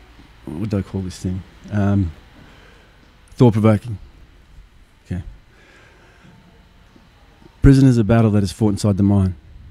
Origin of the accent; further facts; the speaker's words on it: Queensland, Australia; I'm from Queensland. I've been down in Victoria for about 4 or 5 years.